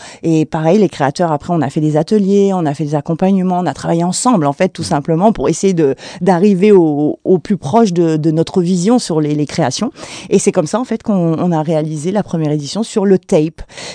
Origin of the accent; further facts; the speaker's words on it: New Caledonia; je viens de Nouvelle-Calédonie, je suis loin de vous